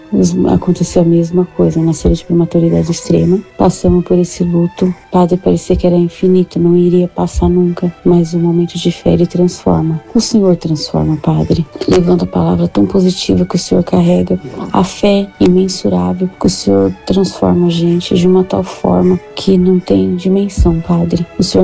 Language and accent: Portuguese; São Paulo, Brazil; sou aqui de São Paulo.